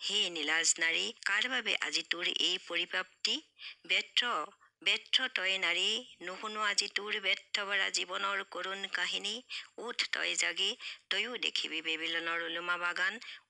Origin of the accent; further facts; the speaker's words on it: Khutikatia, Assam, India; মোৰ ঘৰ খুটিকটীয়াত।